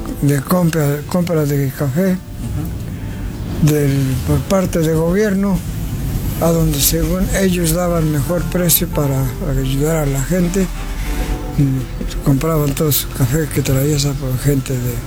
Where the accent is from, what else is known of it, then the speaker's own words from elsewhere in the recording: San Bartolo, Mexico; Sí, yo soy aquí originario de San Bartolo, Ahora sí, como dijo aquel, el San Bartol es mío, no yo de San Bartol.